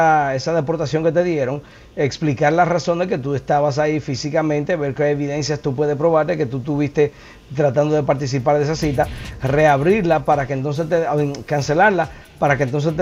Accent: Colombia; yo soy colombiano.

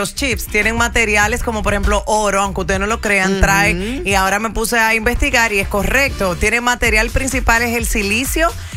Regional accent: Argentina; nosotros somos argentinos

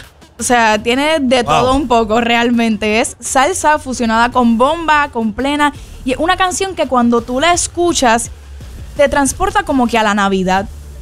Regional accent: Puerto Rico; soy la única puertorriqueña nominada.

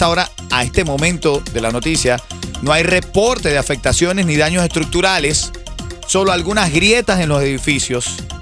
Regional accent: San Cristóbal, Táchira, Venezuela; born there; Yo nací en San Cristóbal, estado Táchira, que es una ciudad bien cercana a Colombia.

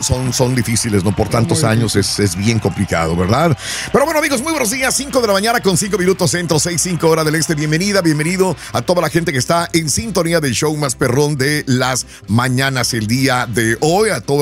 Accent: Mexico; Pues vas a creer que se estaban

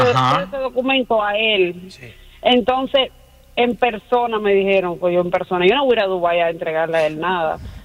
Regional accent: Cuba; No, yo soy cubana.

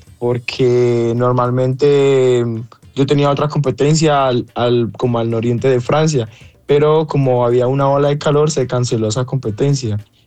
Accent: Bogotá, Colombia; also born or lived in La Paila, Valle del Cauca; Esta pasión empezó en mi pueblito, en la Paila Valle. Yo soy del Valle, pero represento Bogotá y corro por Bogotá, porque a los 10 años, más o menos 10, 11 años, 9, me fui a vivir a Bogotá con mi familia.

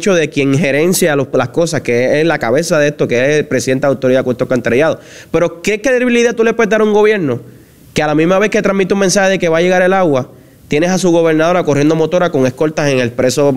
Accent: Puerto Rico; Y quien paga las consecuencias somos nosotros los puertorriqueños.

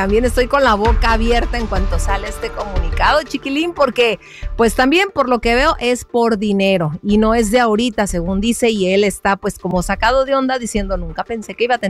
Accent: Manzanillo, Colima, Mexico; También en Manzanillo, de donde yo soy, hace un calorón de los mil diablos. Sudas muchísimo. Pero tiene playas muy hermosas

